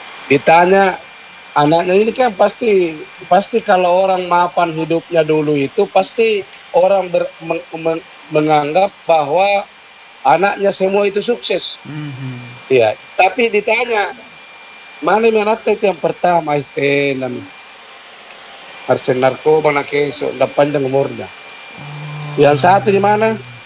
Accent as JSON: {"language": "Indonesian", "town": "Makassar", "region": "South Sulawesi", "country": "Indonesia", "tie": "born or raised there", "said": "Jadi saya kan termasuk lahir di Makassar, orang Makassar. Itu tentu banyak teman ya. Jadi saya bukan pendatang."}